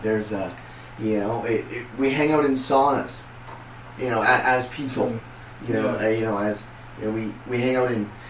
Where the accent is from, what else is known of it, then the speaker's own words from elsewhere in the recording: Edmonton, Alberta, Canada; moved away; I'm from Edmonton originally.